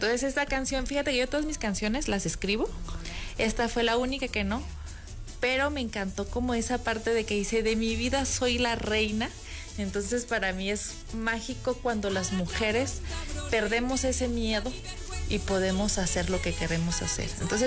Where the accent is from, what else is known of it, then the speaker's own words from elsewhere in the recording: Zinapécuaro, Michoacán, Mexico; Sinapecuaro, Michoacán.